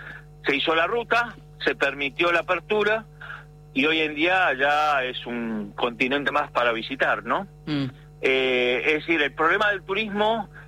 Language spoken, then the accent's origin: Spanish; Bariloche, Río Negro, Argentina; moved away as an adult; also born or lived in Paraguay / Misiones, Argentina; now in Trevelin, Argentina; yo crecí criado en Bariloche. Tengo 67 años y a los 30 y pico me fui a Paraguay, prometiéndole a los patagónicos, a mis amigos, y que iba a volver.